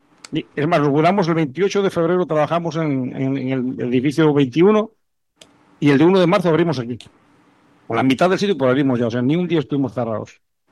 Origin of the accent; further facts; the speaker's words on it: Asturias, Spain; now in Panama; Asturias, a mi tierra